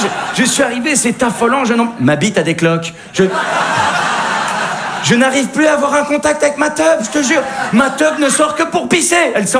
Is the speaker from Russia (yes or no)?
no; Belgium; Oh, ça va, je sais de quoi je parle, je viens de Belgique.